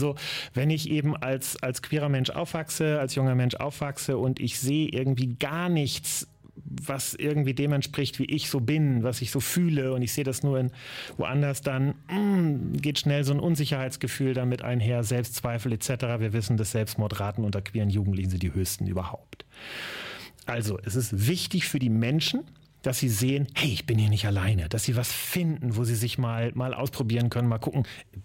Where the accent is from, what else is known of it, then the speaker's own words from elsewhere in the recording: Lower Saxony, Germany; now in Oldenburg, Germany; Also selbst mein Heimatlandkreis die Wesermarsch hat mittlerweile einen.